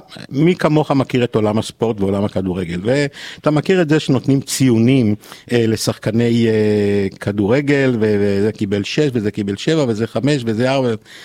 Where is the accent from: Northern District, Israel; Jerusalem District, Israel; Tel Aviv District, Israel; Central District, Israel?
Tel Aviv District, Israel; Tel Aviv; גם אני, בשכונת רמת ישראל בדרום תל אביב